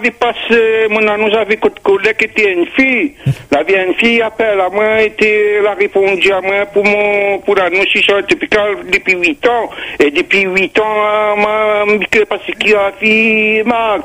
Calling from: Le Tampon, Réunion; j'habite au Tampon, j'ai 58 ans

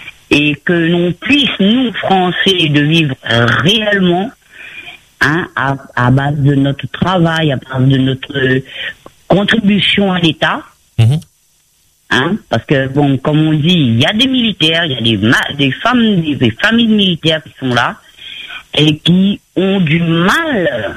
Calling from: France; nous, en tant que Français

